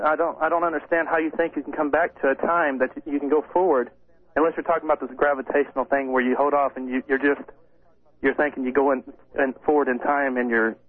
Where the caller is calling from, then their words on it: Everett, Washington, United States; Everett, Washington.